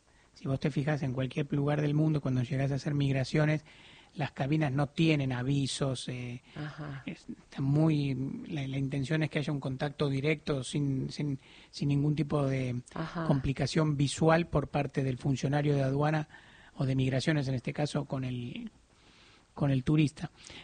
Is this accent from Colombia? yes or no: no; Argentina